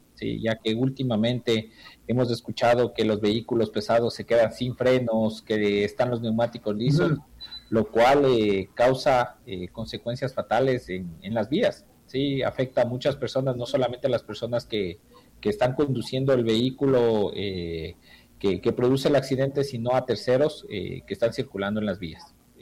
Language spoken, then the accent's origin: Spanish; Ecuador; como ecuatorianos pues no tenemos una correcta cultura